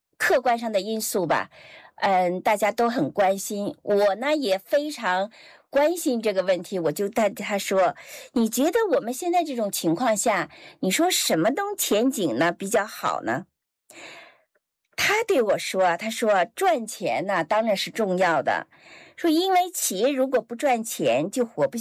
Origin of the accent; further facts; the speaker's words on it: New Zealand; 我们新西兰人对环保更加重视，它也成为我们新西兰生活的一部分。